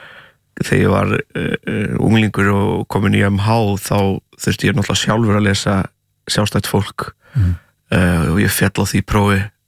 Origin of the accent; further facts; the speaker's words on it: Portugal; now in Iceland; Ég, eins og ég hef sagt svona 300 sinnum og fólk örgulega þreytt á þér að það náttúrulega ólst upp í Portugal.